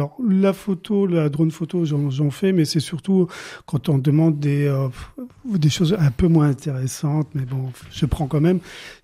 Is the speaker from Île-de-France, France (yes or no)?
no; Grand Est, France; je suis lorrain